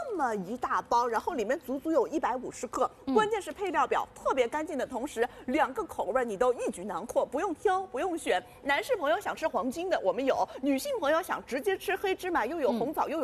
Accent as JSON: {"language": "Chinese", "country": "China", "said": "我们中国人特别讲究精气神儿。"}